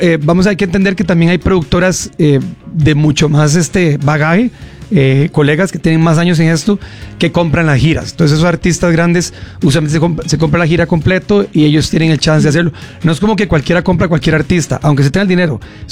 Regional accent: Costa Rica; soy de Costa Rica

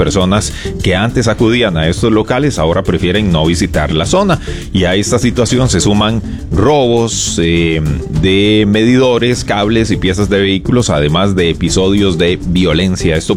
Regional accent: Costa Rica; Yo soy tico

